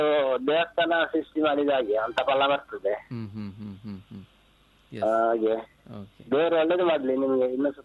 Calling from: Puttur, Karnataka, India; ನಾನು ಸೀಲ ಪುತ್ತೂರು

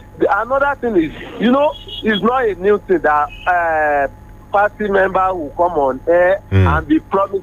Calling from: Nigeria; calling from Yakuba.

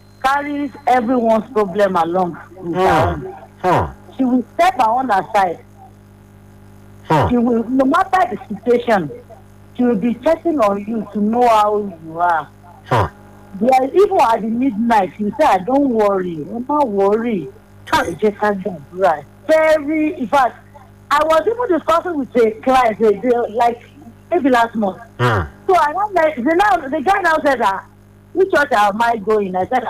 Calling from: Nigeria; from Odoka.

